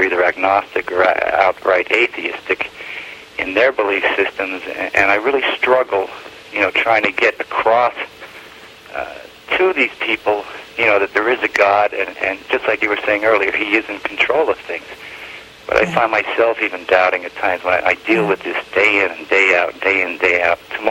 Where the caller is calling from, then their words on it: Ringtown, Pennsylvania, United States; Pennsylvania, Ringtown, Pennsylvania.